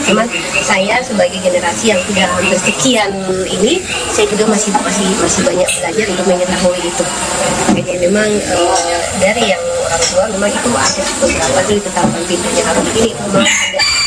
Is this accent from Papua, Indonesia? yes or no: yes; Papua, Indonesia; kami orang Papua.